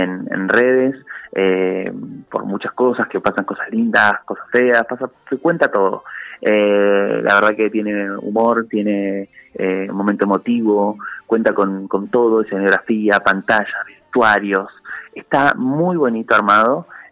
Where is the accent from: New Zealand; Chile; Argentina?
Argentina; Buenos Aires; now in Córdoba, Argentina; Sí, no, hace un tiempito no vivo en Buenos Aires, me vine a vivir a Córdoba.